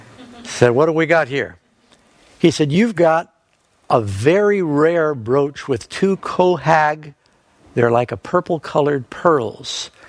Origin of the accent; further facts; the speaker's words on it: Manhattan, New York, United States; also born or lived in Los Angeles / Miami; I grew up in Manhattan, lived in Miami, Los Angeles, born in Los Angeles.